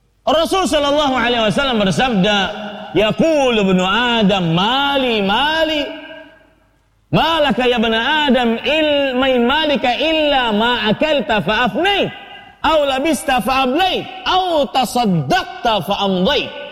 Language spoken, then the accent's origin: Indonesian; Banjarmasin, South Kalimantan, Indonesia; di kota saya di Banjarmasin